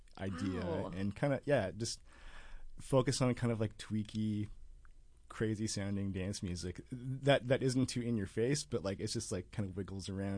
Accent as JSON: {"language": "English", "town": "Juneau", "region": "Alaska", "country": "United States", "tie": "born or raised there", "moved": "yes"}